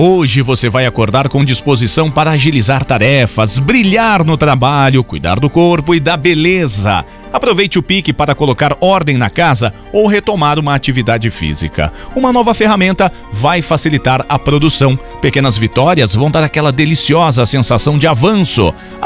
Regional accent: Brazil; Você sabe que eu sou brasileiro, né?

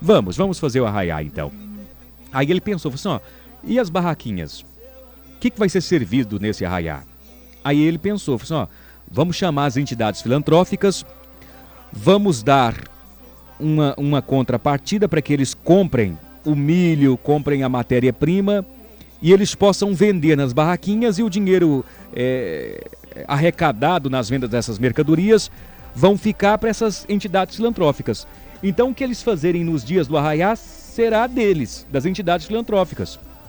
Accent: Brazil; nós que somos aqui do interior do Brasil, no coração do Brasil.

